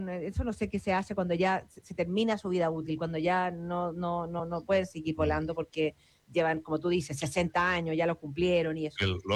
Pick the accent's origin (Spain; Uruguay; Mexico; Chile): Chile; nosotros somos chilenos